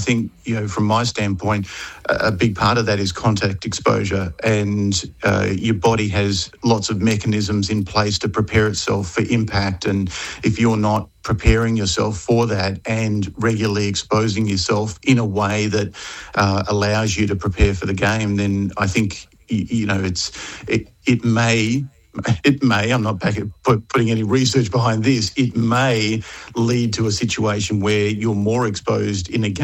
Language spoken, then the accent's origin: English; Melbourne, Victoria, Australia; moved away as an adult; now in United States; So I grew up in Melbourne.